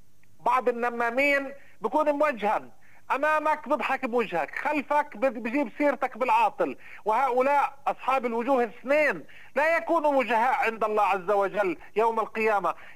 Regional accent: Nablus, West Bank, Palestine; accent: Nablus colloquial dialect; إحنا في نابلس بنقول الحمو أو الحما

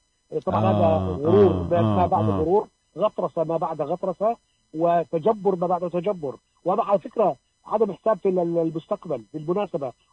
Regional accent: Palestine; نحن كفلسطينيين

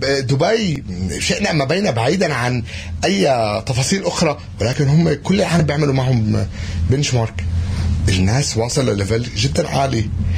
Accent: Palestine; انا بحب اطلع برا البلد اقول لهم انا فلسطيني، احنا عندنا مستوى الخدمات هالقد مرتفع وراقي.

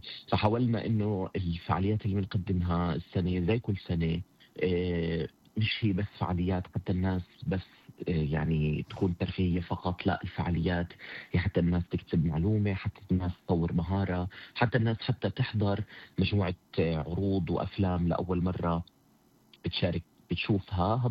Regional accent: Palestine; لإلنا كفلسطينيين

